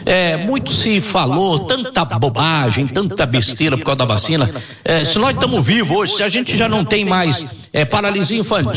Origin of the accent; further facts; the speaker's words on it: Minas Gerais, Brazil; Eu falo lá em Minas Gerais, que eu sou mineiro, né?